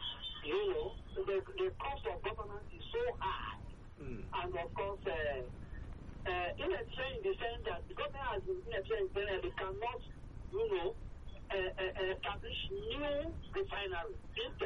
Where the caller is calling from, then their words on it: Nigeria; I'm calling from Abaraji and Ikoto.